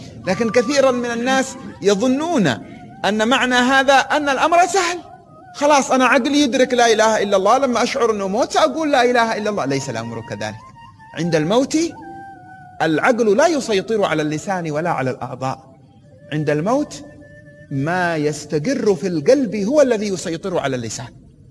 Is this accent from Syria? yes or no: no; Hadramawt, Yemen; امرأة من المزارعات لا تقرأ ولا تكتب عندنا في حضرموت